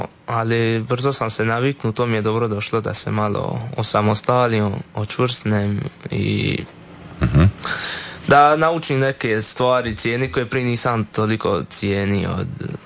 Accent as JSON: {"language": "Croatian", "country": "Croatia", "moved": "as an adult", "said": "Da, svakako mi se plan vratiti na otok nakon studija i veslačke karijere."}